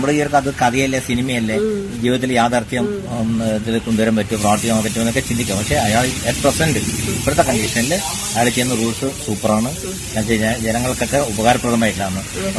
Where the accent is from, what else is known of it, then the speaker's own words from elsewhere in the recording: Kerala, India; moved away as an adult; also born or lived in Coimbatore, Tamil Nadu; ഞങ്ങളിവിടെ എന്റെ നാറ്റീവ് ഇവിടെ തന്നെയാണ്. പക്ഷെ ഞങ്ങൾ 10-15 വർഷത്തോളം കോയമ്പത്തൂരായിരുന്നു.